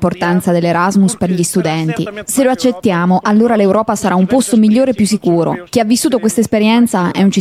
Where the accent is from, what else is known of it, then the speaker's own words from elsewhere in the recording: Greece; Italian is a second language; tornare nel mio paese nativo, la Grecia, dove ho potuto studiare politica internazionale e sociologia politica.